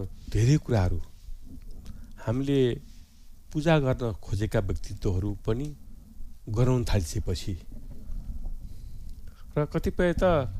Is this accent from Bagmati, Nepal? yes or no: yes; Kathmandu, Bagmati, Nepal; म नेपालको काठमाडौँको पनि बानेश्वर 10